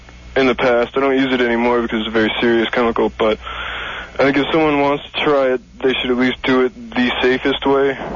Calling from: Albuquerque, New Mexico, United States; I'm in Albuquerque right now.

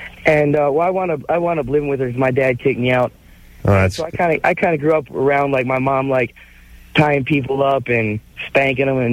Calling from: Chicago, Illinois, United States; I'm calling from Chicago. Illinois.

